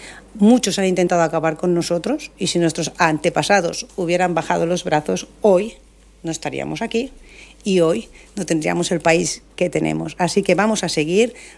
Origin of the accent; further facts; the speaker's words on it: Catalonia, Spain; además se lo digo como catalana.